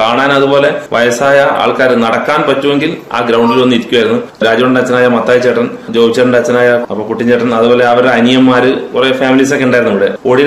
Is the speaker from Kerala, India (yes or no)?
yes; Kerala, India; ചുണ്ടയുടെ ഒരു സ്വത്തായിരുന്നു shining star club.